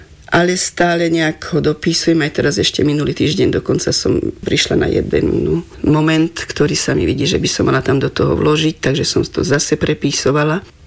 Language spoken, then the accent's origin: Slovak; Okružná, Prešov Region, Slovakia; moved away; estrady, ktorú som ja robila ešte u nás v Okružnej